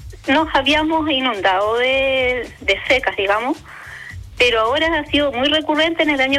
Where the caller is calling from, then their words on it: La Florida, Santiago Metropolitan Region, Chile; Me llamo de la comuna de La Florida.